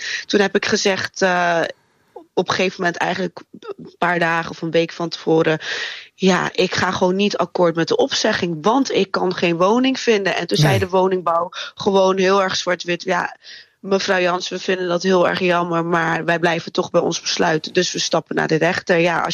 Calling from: Rotterdam, South Holland, Netherlands; ik kom zelf uit Rotterdam

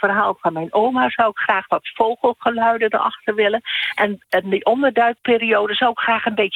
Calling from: Velp, Gelderland, Netherlands

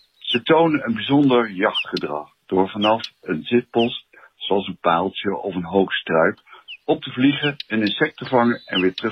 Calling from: Arnhem, Gelderland, Netherlands

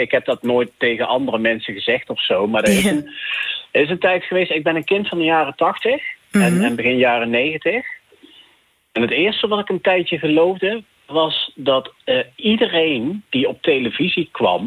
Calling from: Eindhoven, North Brabant, Netherlands; Ja, hallo. … uit Eindhoven.

